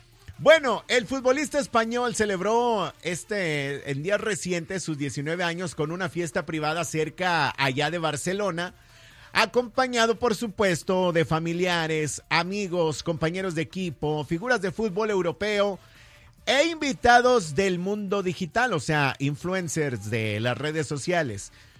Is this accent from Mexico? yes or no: yes; Mexico; eso para nosotros como mexicanos también pues nos debe de llenar de orgullo